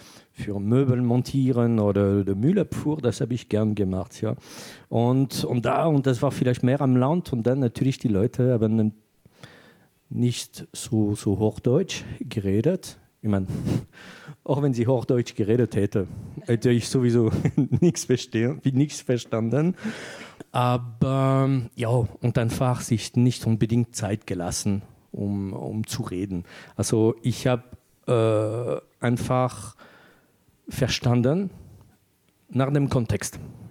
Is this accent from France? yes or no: yes; France; German is a second language; now in Graz, Austria; ich bin Franzose aus Frankreich.